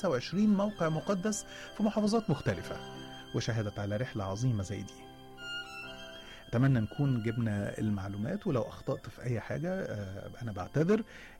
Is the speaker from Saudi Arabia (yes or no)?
no; Egypt; احنا كمصريين